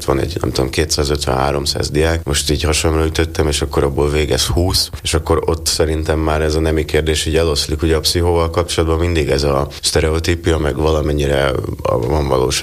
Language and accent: Hungarian; Slovakia; now in Budapest, Hungary; Ugye én Budapesten tanulok, Szlovákiából költöztem oda 2 éve.